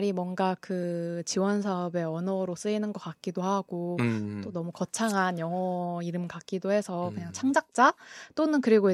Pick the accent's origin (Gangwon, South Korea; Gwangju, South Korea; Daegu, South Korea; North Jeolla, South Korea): North Jeolla, South Korea; Jeonju; also born or lived in Jeongeup / Jangsu; 태어났다가 전주로 왔다가 뭐 장수 잠깐 갔다가 다시 전주로 나온 이 전북의 토박이로 이제 자라가지고요. 지금은 전주가 이제 제가 산 그 세월 중에서 가장 오랜 부분을 차지하면서 이제 살고 있는 지역입니다. 그래서 이제 전주에서 살고 있는데